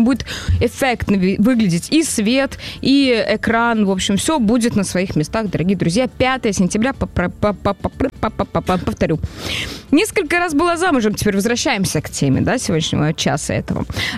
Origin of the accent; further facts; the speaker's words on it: Moscow, Russia; Я коренной москвич в 3-м поколении и, наверное, в 3-м.